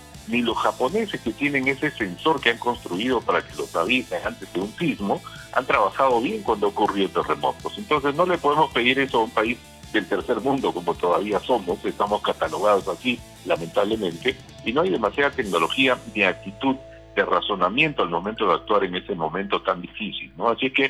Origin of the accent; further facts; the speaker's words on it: Peru; todos somos peruanos